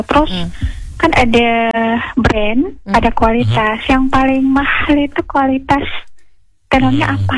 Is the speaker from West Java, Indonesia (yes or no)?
no; Buton, Southeast Sulawesi, Indonesia; Ya, dari saya dari Buton Siompo, Buton Bina Pada.